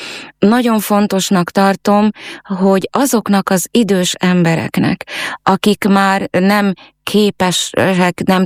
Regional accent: Fiľakovo, Banská Bystrica Region, Slovakia; moved away as an adult; also born or lived in Nitra; now in Komárno, Slovakia; nem vagyok tőzsgyökeres komáromi. Füleki származású vagyok.

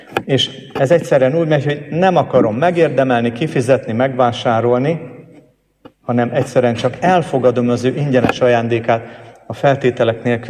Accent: Oradea, Bihor, Romania; ahol én felnőttem, Nagyvárad egyik külvárosában

